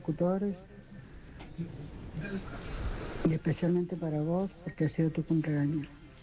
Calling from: Rawson, San Juan, Argentina; de San Juan

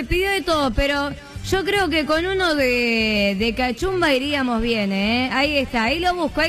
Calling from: Picún Leufú, Neuquén, Argentina; de Picún Leupú y te estoy escuchando por la 93.5, La Voz del Viento, ahí en Neuquén.

